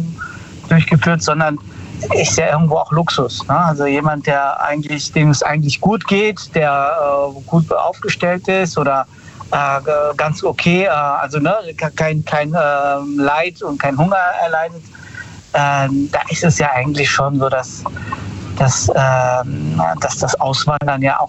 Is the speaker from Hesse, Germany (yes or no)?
yes; Frankfurt, Hesse, Germany; Ich komme aus Frankfurt.